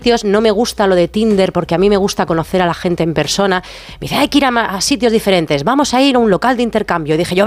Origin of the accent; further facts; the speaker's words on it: Bilbao, Basque Country, Spain; pero yo soy de Bilbao, no podía reculear, ¿sabes?